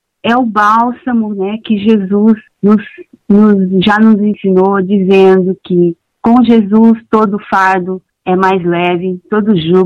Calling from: Japan; eu falo aqui do Japão.

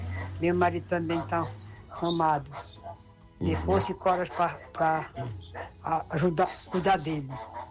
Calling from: Santana do Ipanema, Alagoas, Brazil; sou de Santana de Ipanema

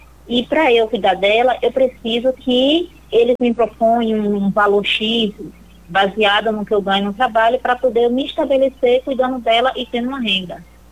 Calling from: Salvador, Bahia, Brazil; De Salvador.

